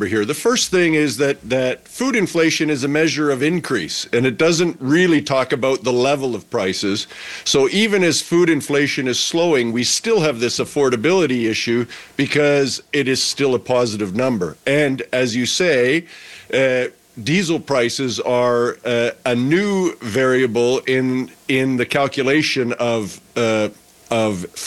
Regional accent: Canada; we are very much creatures of habit as Canadian shoppers.

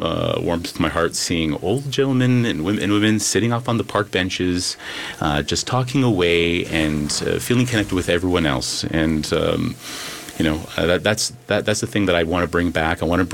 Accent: Toronto, Ontario, Canada; I've been there since I was 3 years old. I've walked along Ossington before Ossington was really hip. It was all machine shops. You know, my parents were mechanic. My father was a mechanic. I grew up on Gary Avenue, which is now becoming really hip.

